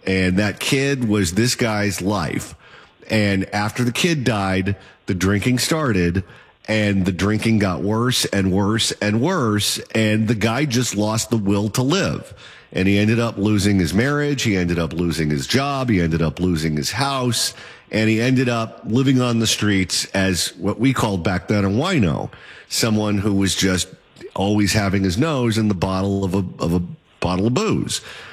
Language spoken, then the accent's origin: English; Garden Grove, California, United States; I was growing up in Garden Grove, a town very close to where you are right now.